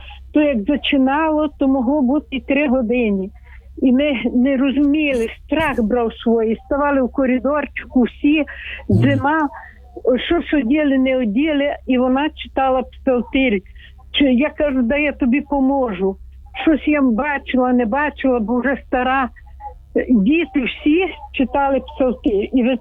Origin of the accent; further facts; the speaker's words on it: Chernivtsi, Chernivtsi Oblast, Ukraine; бо ми я з Чернівців, Західна Україна.